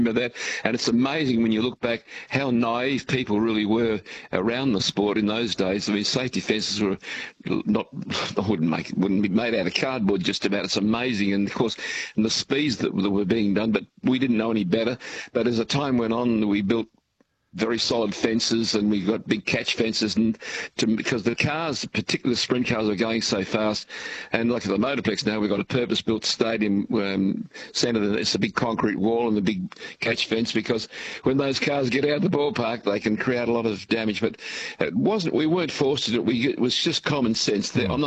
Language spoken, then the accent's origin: English; Corrigin, Western Australia, Australia; moved away; also born or lived in Brookton; Corrigan, which was my original hometown, because I was born in Corrigan.